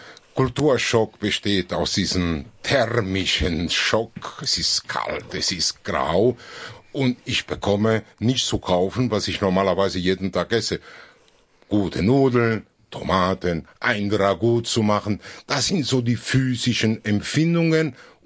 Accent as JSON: {"language": "German", "country": "Italy", "said": "mich einfach besser in Deutschland und kriege die aus dieser Geschichte auch heraus, obwohl ich mich noch als Italiener fühlen darf."}